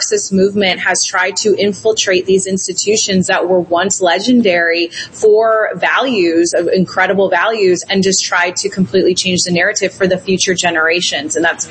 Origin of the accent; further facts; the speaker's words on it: Illinois, United States; I'm from the Illinois area.